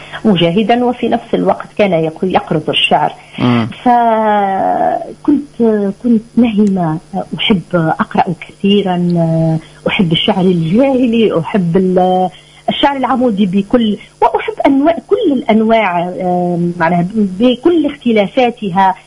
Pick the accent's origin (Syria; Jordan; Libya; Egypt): Libya; now in Tunisia; من ليبيا، ولدت في ليبيا، ترعرعت من عائلة ليبية، الوالدة من تونس،